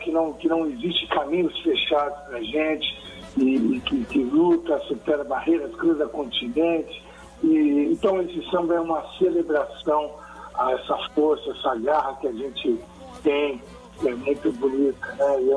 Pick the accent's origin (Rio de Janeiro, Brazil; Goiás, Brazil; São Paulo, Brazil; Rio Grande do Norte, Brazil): São Paulo, Brazil; born there; a escola de São Bonito de Vila Maria, que é a escola do meu bairro, da onde eu nasci